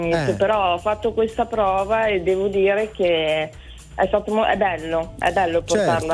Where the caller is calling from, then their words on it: Imola, Emilia-Romagna, Italy; Da Imola.